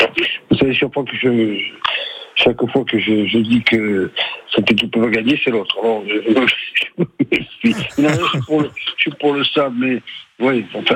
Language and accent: French; Toulouse, Occitanie, France; je suis Toulousain. Je suis né à Toulouse, je suis né à Saint-Simon et je suis un vrai Toulousain. Donc je suis Toulousain.